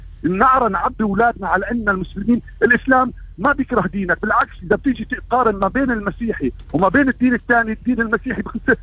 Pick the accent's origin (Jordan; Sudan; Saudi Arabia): Jordan; also born or lived in Palestine; انا من الاردن ومن فلسطين